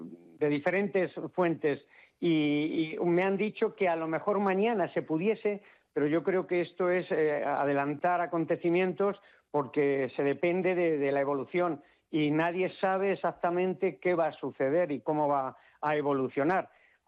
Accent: Villamanta, Community of Madrid, Spain; Yo ya tengo una edad y he conocido mi pueblo, me han traído al mundo en Villamanta uh-huh. y me he criado toda mi vida en Villamanta.

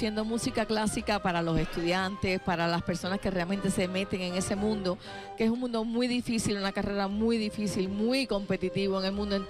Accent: Cuba; now in Miami, United States; yo como cubana exiliada en Estados Unidos

